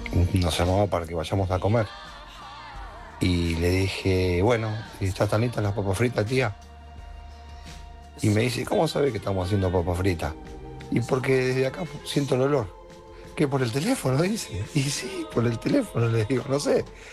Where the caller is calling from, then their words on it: Lanús, Buenos Aires Province, Argentina; de Lanús.